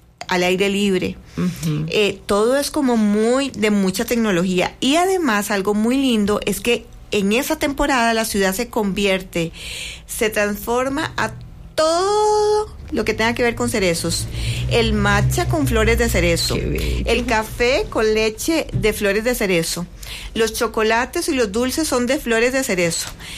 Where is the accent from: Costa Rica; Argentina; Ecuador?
Costa Rica; los ticos somos muy impuntuales